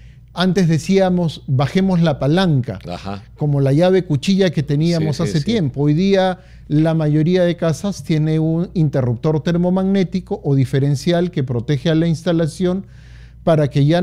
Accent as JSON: {"language": "Spanish", "region": "Lima", "country": "Peru", "said": "Yo vengo de Pueblo Libre y las casas son chiquitas, pero son antiguas."}